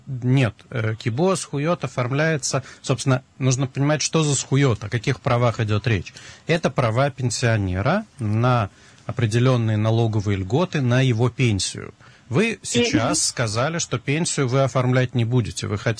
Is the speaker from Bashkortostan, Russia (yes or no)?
no; Moscow, Russia; Я из Москвы, поэтому